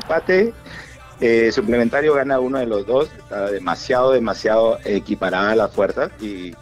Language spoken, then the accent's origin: Spanish; Paita, Piura, Peru; Tengo 58 años. Claro. Y bueno, pues soy de Paita Piura.